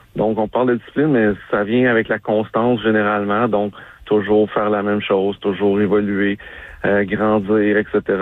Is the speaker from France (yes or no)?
no; Longueuil, Quebec, Canada; je viens des HLM de Longueuil sur l'aide sociale.